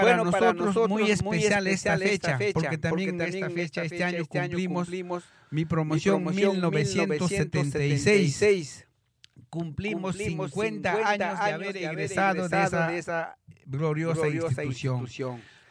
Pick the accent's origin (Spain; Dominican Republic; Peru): Peru; Recuay, Ancash; moved away; Ay, nos recordamos de Recuay, mi pueblo. Es el lugar donde aprendí a caminar y a amar. Donde mis raíces son fuertes y mi identidad se forjó entre sus calles, su gente y su historia.